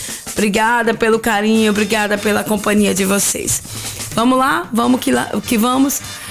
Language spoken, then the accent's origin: Portuguese; Northeast Region, Brazil; Sou nordestina, gente.